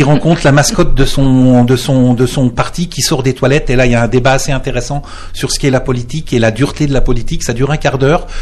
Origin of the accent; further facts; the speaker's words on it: Verdun, Grand Est, France; born there; Il y a aussi une saison sur Verdun, parce que je suis né à Verdun et que ce n'est pas une ville simple.